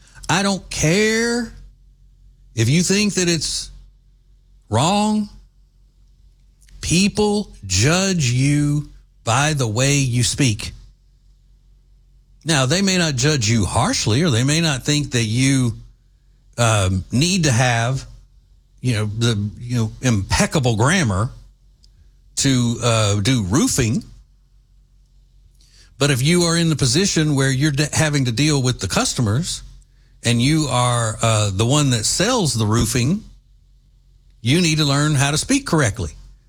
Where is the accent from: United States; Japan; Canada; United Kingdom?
United States; Southern United States; accent: Southern; I knew that having a Southern accent